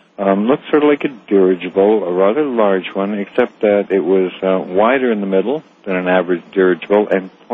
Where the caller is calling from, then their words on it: Tampa, Florida, United States; I'm calling from Tampa Bay, Florida.